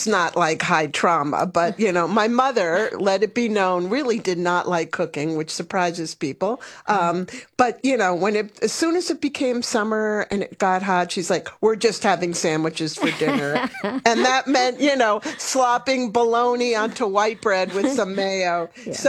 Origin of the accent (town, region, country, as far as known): New York, United States; born or raised there